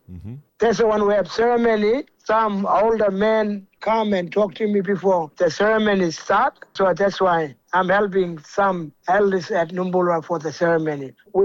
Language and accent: English; Groote Eylandt, Northern Territory, Australia; also born or lived in Numbulwar; I was born in Gulf, but I brought and grow up a little bit. We stay at Groot Island first.